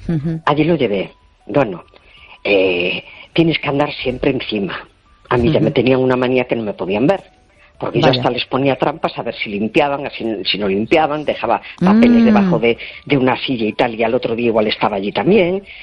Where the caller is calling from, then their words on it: A Coruña, Galicia, Spain; Hola, buenas noches … de La Coruña.